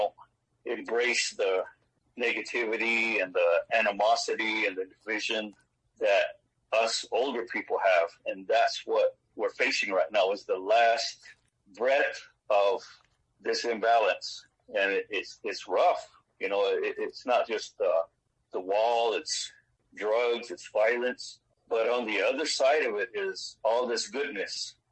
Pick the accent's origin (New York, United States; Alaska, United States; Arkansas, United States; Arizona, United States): Arizona, United States; Gila River Indian Community; I'm from Hashinkook, which is Saguaro Standing and the Gila River Indian community. My mom is from there. My father was from the Sales and Tapao area.